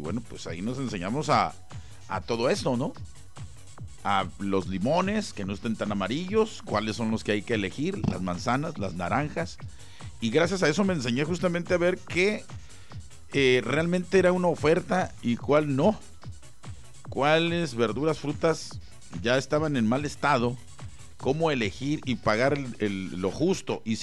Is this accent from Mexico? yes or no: yes; Mexico; quienes somos mexicanos